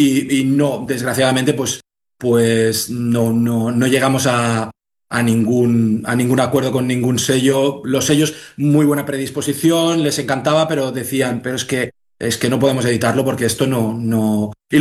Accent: Vilanova, Spain; los tres somos de Vilanova y es mucho más fácil

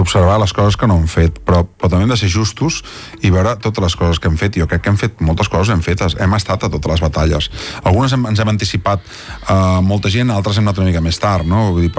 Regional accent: Granollers, Catalonia, Spain; jo soc de Granollers, i per tant em quedava molt a prop

